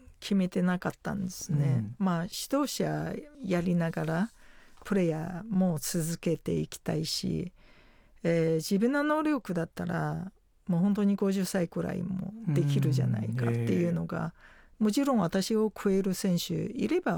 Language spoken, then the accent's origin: Japanese; China; Japanese is a second language; now in Japan; 自分自身がやっぱり家族、元私も中国出身ですから